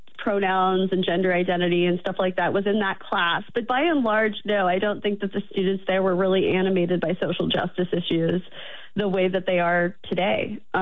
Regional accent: Missouri, United States; I'm from the middle of the country. I'm from Missouri.

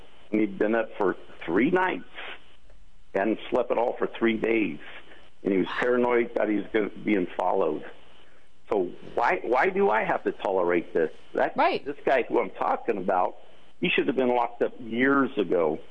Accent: Salinas, California, United States; I'm 66 years old. I'm born and raised in Salinas, so I've seen Salinas change.

